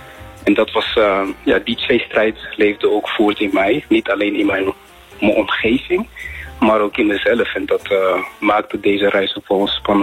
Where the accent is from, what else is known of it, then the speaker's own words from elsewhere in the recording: Netherlands; born there; also born or lived in Rwanda; Ik ben hier in Nederland groot geworden. Ik heb me hier leren thuis voelen.